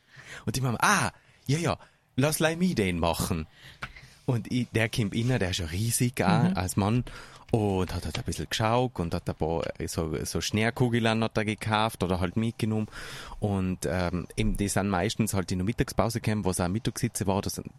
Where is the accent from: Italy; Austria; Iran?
Italy; Trentino-Alto Adige; Also, das war ja es, in Südtirol, da wo ich her bin, da hat es auch so Fußballcamps gegeben.